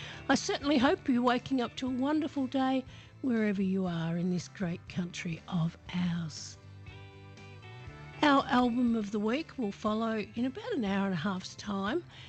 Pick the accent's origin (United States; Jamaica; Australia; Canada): Australia; Horsham, Victoria; I'm coming to you from my hometown of Horsham in Western Victoria.